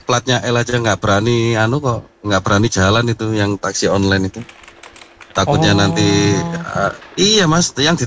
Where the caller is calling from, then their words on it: Arjosari, East Java, Indonesia; Ini kan saya dari Arjosari itu Mas. Hmm. Ya itu menuju ke arah Singosari.